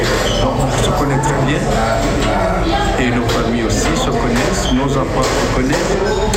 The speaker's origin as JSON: {"language": "French", "country": "Burundi", "moved": "yes", "lives_now": "Toronto, Canada", "said": "Moi, je viens de Burundi, je suis d'autant plus sensible que c'est un pays frère."}